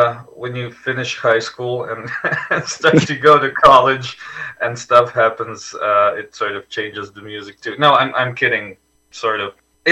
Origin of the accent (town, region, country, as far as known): Croatia; English is a second language